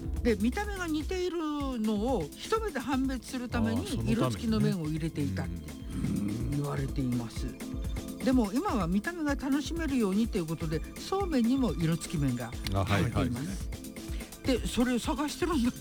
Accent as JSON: {"language": "Japanese", "region": "Hiroshima", "country": "Japan", "tie": "born or raised there", "said": "私やっぱり広島育ちだから、昔は広島はあの水戸よりも暑かったのよ。"}